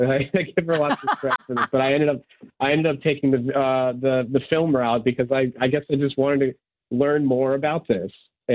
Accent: United States; first language Serbian; English is a second language; I grew up here in the United States, you know, I knew I was like Serbian and like, I guess I was like the foreign kid in a way

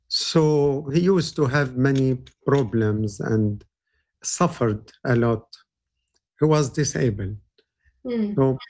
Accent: Latakia, Latakia Governorate, Syria; moved away; I was born in Latakia. It is a small city on the seashore of the Mediterranean. Mm. It is about 60 miles of Antioch only.

